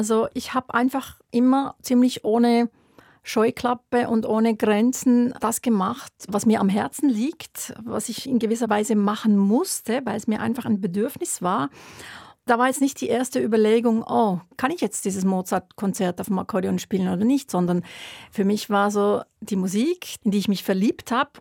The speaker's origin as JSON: {"language": "German", "town": "Wollerau", "region": "Schwyz", "country": "Switzerland", "tie": "born or raised there", "said": "ich bin in Wollerau im Kanton Schwyz in einem kleinen Dorf aufgewachsen. Da gab es eine große Tradition von Ländlerstubeten, von Akkordeonorchestern."}